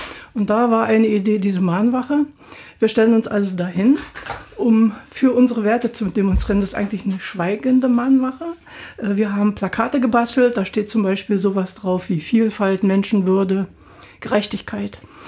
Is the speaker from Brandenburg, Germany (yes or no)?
yes; Prenzlau, Brandenburg, Germany; born there; Ich bin in Prenzlau geboren. Mein Vater war dort am Gymnasium.